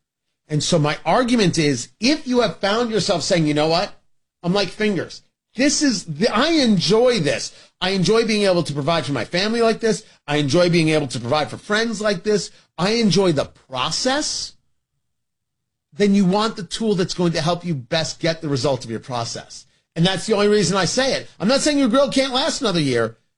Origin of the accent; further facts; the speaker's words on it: Indiana, United States; we're from Indiana.